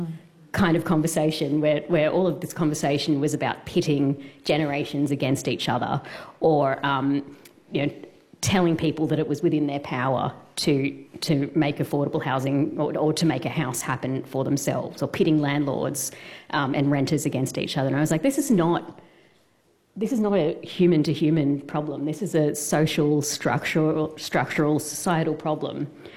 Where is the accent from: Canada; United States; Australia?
Australia; Sydney, New South Wales; I am from Sydney, which is sort of the epicentre of the housing crisis, if you like.